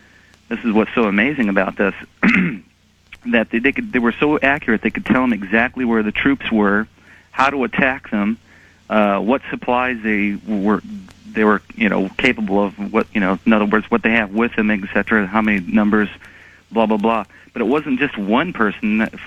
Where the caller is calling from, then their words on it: Concord, California, United States; Concord, California.